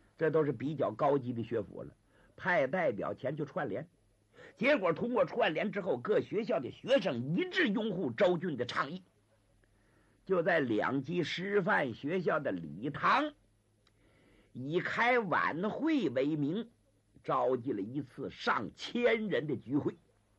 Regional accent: Liaoning, China; 我本身也是辽宁人

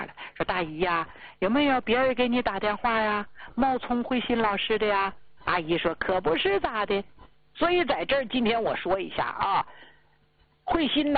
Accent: Northeast China, China; 用咱们东北老家话说

